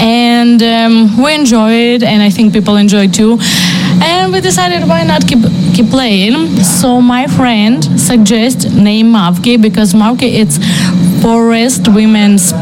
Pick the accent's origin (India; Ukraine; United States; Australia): Ukraine; English is a second language; now in Canada; I'm from Ukraine